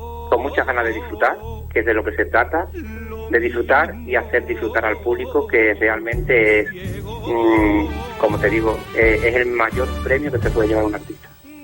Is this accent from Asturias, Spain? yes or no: no; Algeciras, Andalusia, Spain; sí me siento profeta en mi tierra, porque he sido pregonero de la feria, de la Semana Grande de aquí de Algeciras, de la Feria de Algeciras